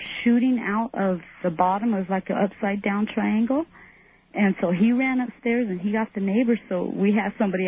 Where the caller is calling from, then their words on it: Merced, California, United States; Hi, I'm calling from Merced, California.